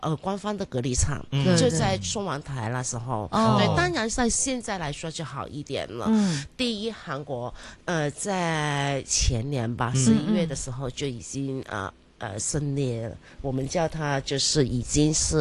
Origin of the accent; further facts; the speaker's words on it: Hong Kong; 但是大部分现在我们香港人很喜欢去的地方，很多都是免隔离了。